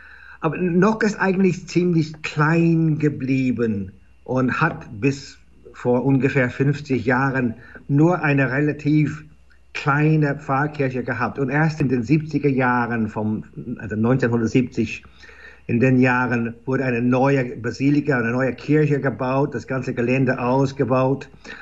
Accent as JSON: {"language": "German", "country": "Ireland", "second_language": "German"}